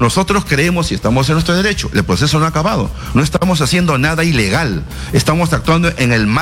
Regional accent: Peru; yo no soy el único peruano

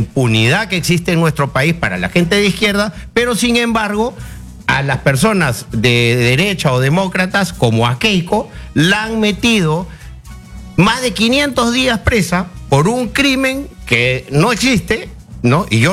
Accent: Peru; Yo soy peruano

